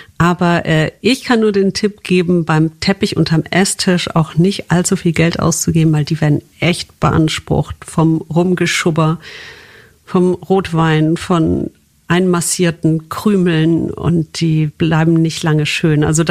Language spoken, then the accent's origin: German; Wuppertal, North Rhine-Westphalia, Germany; Ja, stimmt. Ich komme aus der Stadt des Kobolds.